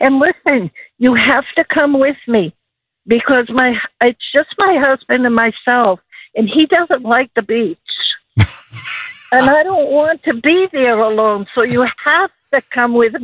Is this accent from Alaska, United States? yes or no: no; Boston, Massachusetts, United States; I grew up in Boston.